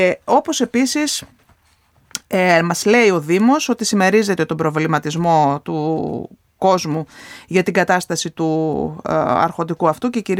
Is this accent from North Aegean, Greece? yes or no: yes; Agia Paraskevi, North Aegean, Greece; επειδή είμαι και από την Αγία Παρασκευή